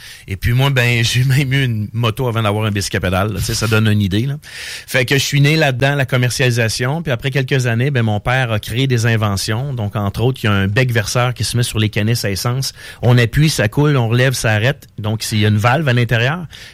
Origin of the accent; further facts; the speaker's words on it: Thetford Mines, Quebec, Canada; Natif, en plein de la même région.